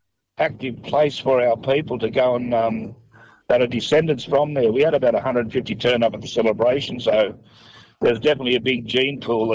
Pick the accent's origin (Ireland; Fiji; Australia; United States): Australia; Gunnedah, New South Wales